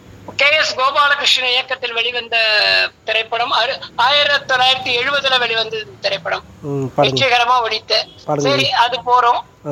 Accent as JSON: {"language": "Tamil", "town": "Tiruchirappalli", "region": "Tamil Nadu", "country": "India", "tie": "born or raised there", "moved": "yes", "lives_now": "Chennai, India", "said": "என் சொந்த ஊர் திருச்சிராப்பள்ளி ஐயா"}